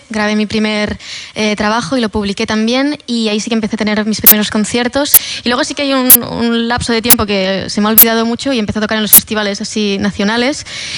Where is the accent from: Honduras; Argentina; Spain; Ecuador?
Spain; Bilbao, Basque Country; now in Barcelona, Spain; Sí, yo soy de Bilbao, sí. Pero vivo en Barcelona va a hacer 7 años yendo y viniendo.